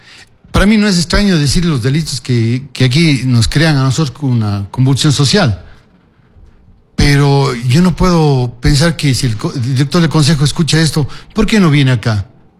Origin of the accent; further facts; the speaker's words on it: Cuenca, Azuay, Ecuador; born there; yo soy de aquí, de Cuenca, nacido aquí.